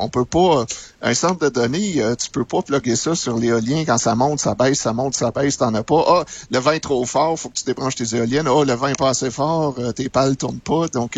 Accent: Quebec, Canada; Il y a toujours le mythe d'Hydro-Québec, ça nous définit en tant que Québécois.

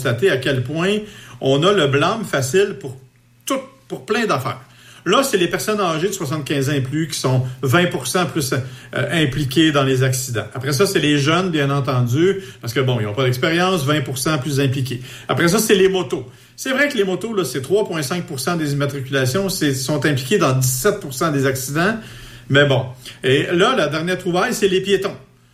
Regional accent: Saint-Hyacinthe, Quebec, Canada; chez nous à Saint-Hyacinthe

